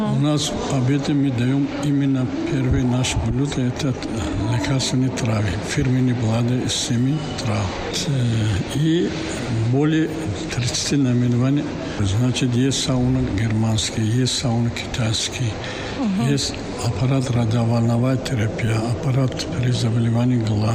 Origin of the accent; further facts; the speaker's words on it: Tajikistan; таджик с Таджикистана